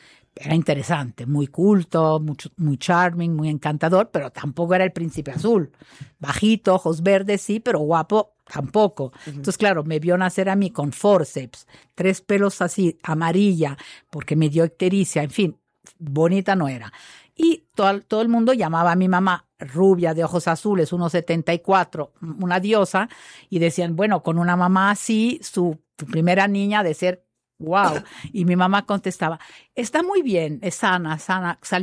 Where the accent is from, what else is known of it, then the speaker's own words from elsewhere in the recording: Italy; Entonces yo crecí en Italia pensando que éramos las únicas niñas hijas de divorciados.